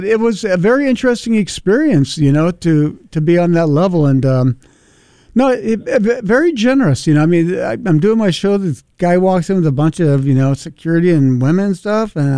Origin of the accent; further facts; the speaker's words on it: United States; I'm an American dude